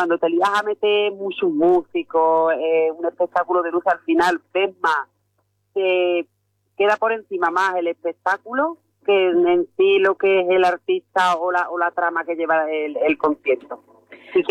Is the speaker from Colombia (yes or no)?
no; La Luisiana, Andalusia, Spain; yo soy de la Luisiana